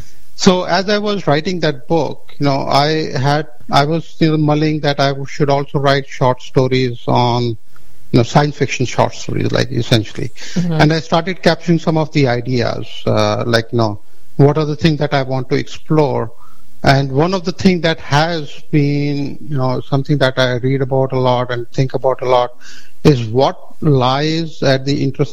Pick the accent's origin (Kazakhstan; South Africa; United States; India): India; So I grew up in India, and you know, during my youth, there were the new things that were coming up were computers